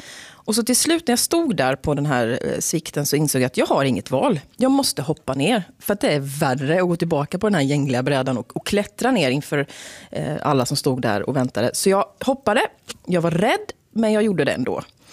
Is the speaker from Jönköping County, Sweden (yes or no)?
yes; Eksjö, Jönköping County, Sweden; Vi ska till det småländska höglandet och min hemstad Eksjö.